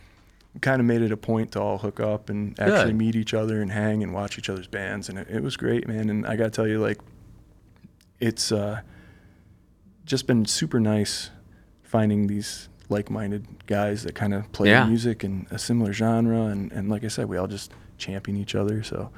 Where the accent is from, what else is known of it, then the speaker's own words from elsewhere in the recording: Rochester, New York, United States; So I did drum for a band that played Rochester quite a bit. We're from Rochester